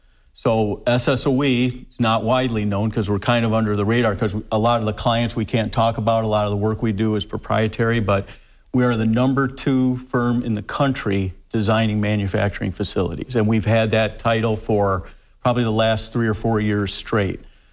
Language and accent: English; Toledo, Ohio, United States; graduate of the University of Toledo, born and raised here in Toledo as well.